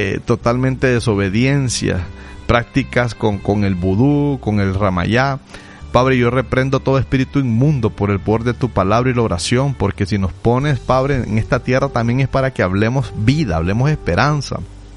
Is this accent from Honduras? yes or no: yes; Honduras